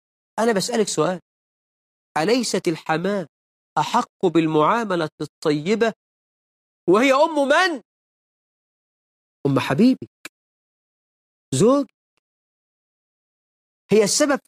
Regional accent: Egypt; أنا كمصري

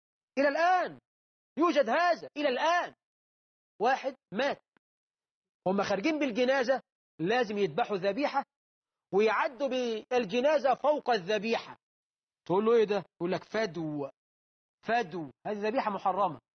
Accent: Egypt; عندنا في مصر

